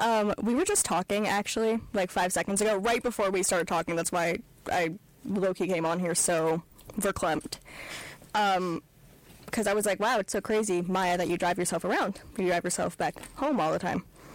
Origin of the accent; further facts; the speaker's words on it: New York, United States; And that is because I am from New York, and all my friends do not drive.